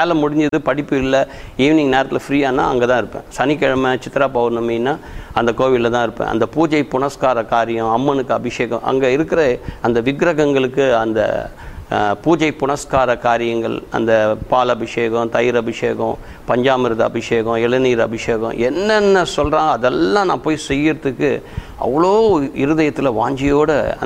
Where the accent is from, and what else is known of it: Chennai, Tamil Nadu, India; born or raised there